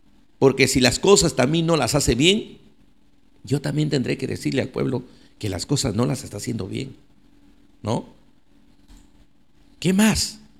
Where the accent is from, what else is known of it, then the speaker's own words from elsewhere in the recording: Olmos, Lambayeque, Peru; No, yo no me voy. Yo no me voy de Olmos. Es mi tierra, donde yo nací, donde he crecido, y aquí moriré.